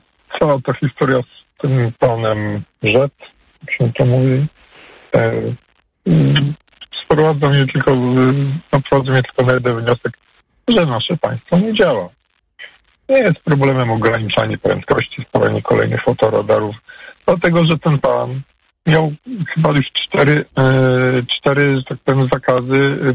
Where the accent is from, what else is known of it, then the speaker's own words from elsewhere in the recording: Kraków, Lesser Poland, Poland; Tutaj jest taka historia lokalnie, jestem z Krakowa.